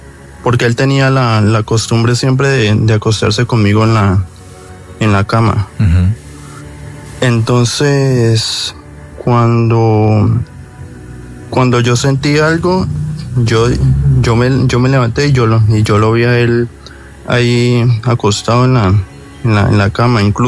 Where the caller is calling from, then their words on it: Cali, Valle del Cauca, Colombia; Desde acá, desde la ciudad de Cali